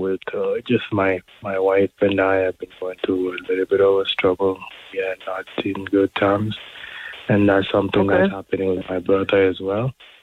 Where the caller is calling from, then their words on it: Winnipeg, Manitoba, Canada; Hello. Hi there, Pastor Mike. I'm just listening from Winnipeg.